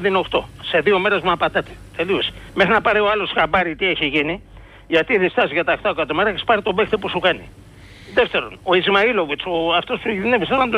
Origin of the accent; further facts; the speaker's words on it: Piraeus, Attica, Greece; από Πειραιά.